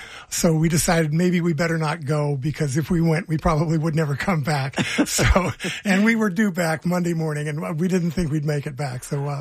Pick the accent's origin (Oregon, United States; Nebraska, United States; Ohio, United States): Ohio, United States; Whitehall; also born or lived in Salina, Kansas / Shreveport, Louisiana / Manawa, Wisconsin / Austin, Texas; I was born in Smoky Hill Air Force Base in Salina, Kansas in 1948. And we moved to, the list goes on and on, but Shreveport, Louisiana, Manawa, Wisconsin, Austin, Texas, Little Rock, Arkansas, Rome, New York, and then Whitehall, Ohio is where we settled.